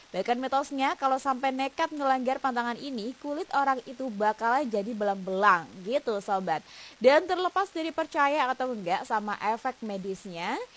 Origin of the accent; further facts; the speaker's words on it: Lamongan, East Java, Indonesia; Nah ini nih obrolan yang paling sering ditanyain sama orang luar kalau kita dari Lamongan.